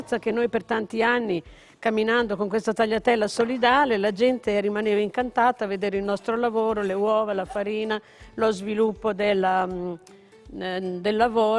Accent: Finale Emilia, Emilia-Romagna, Italy; a Finale Emilia, quindi dove io sono nato, vissuto e ho lavorato.

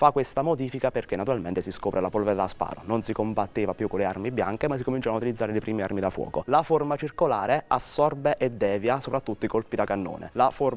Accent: Roccascalegna, Abruzzo, Italy; Rocca Scaregna, oltre ad essere il mio paese, luogo dove mi piace vivere, dove ho la maggior parte degli amici, degli interessi

